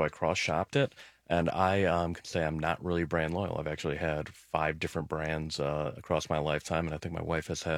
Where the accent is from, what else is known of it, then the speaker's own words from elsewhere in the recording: Detroit, Michigan, United States; growing up in Detroit